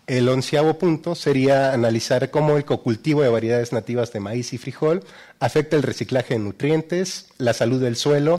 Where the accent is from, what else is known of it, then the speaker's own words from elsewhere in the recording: Mexico; lo que conocemos ya como mexicanos de generación en generación